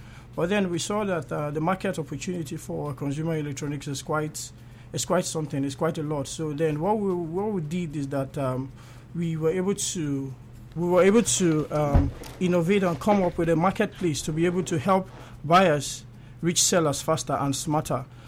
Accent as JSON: {"language": "English", "town": "Benin City", "region": "Edo", "country": "Nigeria", "tie": "born or raised there", "also_born_or_lived": "Delta State, Nigeria", "said": "Yeah, I grew in Benin."}